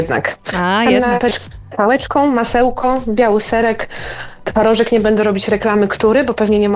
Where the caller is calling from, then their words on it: Józefów, Masovian Voivodeship, Poland; Z Józefowa koło Otwocka.